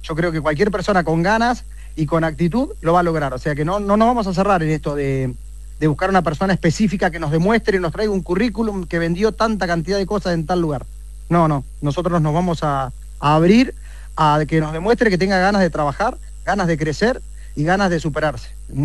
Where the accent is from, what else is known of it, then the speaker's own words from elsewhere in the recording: General Villegas, Buenos Aires Province, Argentina; yo nací y me crié en Villegas, o sea, fui toda la vida en Villegas